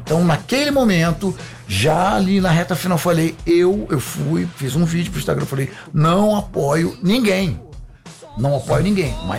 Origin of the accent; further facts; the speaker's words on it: Rio de Janeiro, Brazil; Eu sou carioca.